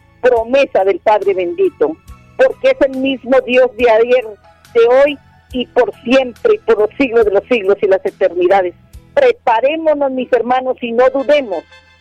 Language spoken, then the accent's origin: Spanish; Guatemala; como decimos nosotros en Guatemala